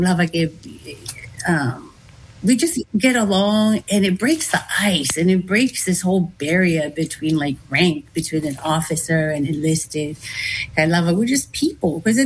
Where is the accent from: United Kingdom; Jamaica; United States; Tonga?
Tonga; I always love to share with my soldiers, like, oh, I'm from Tonga, ba wako ika nao tole lea whaka Tonga.